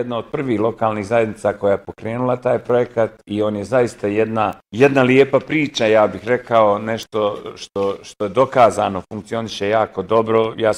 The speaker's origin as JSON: {"language": "Bosnian", "town": "Sarajevo", "region": "Federation of Bosnia and Herzegovina", "country": "Bosnia & Herzegovina", "tie": "born or raised there", "said": "Opština Centar je opština gdje sam se ja rodio i gdje živim cijeli život, odnosno najveći dio života, rođen sam na Grbavici"}